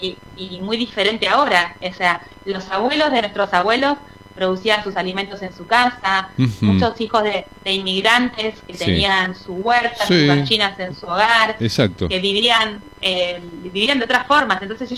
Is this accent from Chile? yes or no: no; Tierra del Fuego, Argentina; Además, nuestra provincia obviamente tiene un clima subantártico, pero hay muchas formas de producir alimentos